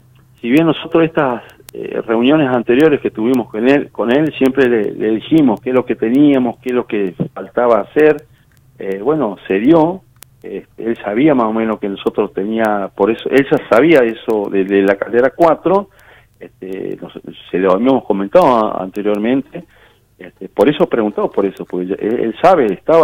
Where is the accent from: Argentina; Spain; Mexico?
Argentina; Santa Cruz; los diputados de mi pueblo, de 28, de Río Turbio